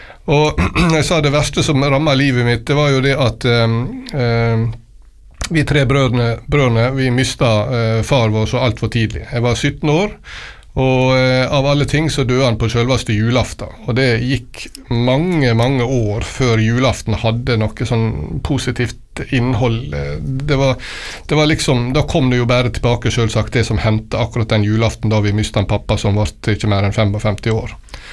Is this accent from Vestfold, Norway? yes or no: no; Langevåg, Møre og Romsdal, Norway; Ja, født og oppvokst I Langevåg. Det noe lenge siden jeg bodde der.